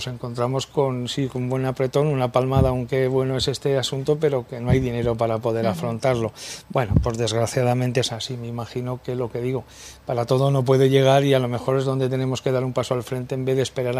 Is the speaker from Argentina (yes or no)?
no; Muniesa, Aragon, Spain; quiero mandar un saludo a mi pueblo, a Muniesa, que me dicen muchas veces que te veo en la televisión